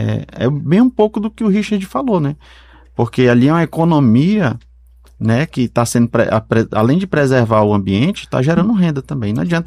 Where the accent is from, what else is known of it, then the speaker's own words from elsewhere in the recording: Roraima, Brazil; also born or lived in Amazonas, Brazil / Georgetown, Guyana; Ex-amazonense, eu sou roraimense.